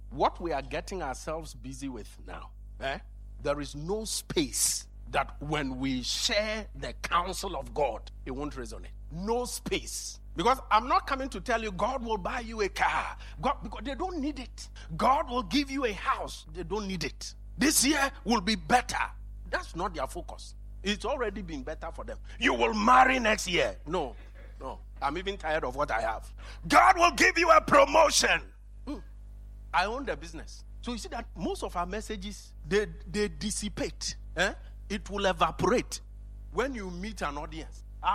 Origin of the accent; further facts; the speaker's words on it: Ghana; I said, I'm born and bred in Ghana.